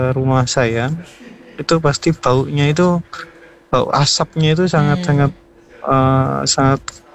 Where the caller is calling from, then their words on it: East Java, Indonesia; di daerah saya di daerah Wagiring Jedong, Kabupaten Malang. Kebetulan rumah saya ini di perumahan kecil, Mbak, di pinggir ya, yang mepet dengan kebun tebu.